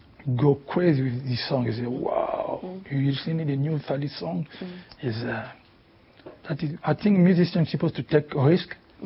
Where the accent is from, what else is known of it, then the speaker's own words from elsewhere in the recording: Kinshasa, DR Congo; I never grew up, I never speak Swahili when I grew up in Kinshasa, so just Lingala, it will be French.